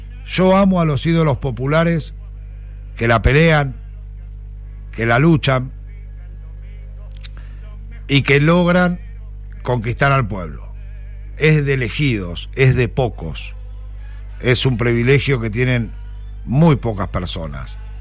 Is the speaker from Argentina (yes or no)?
yes; Córdoba, Argentina; soy cordobés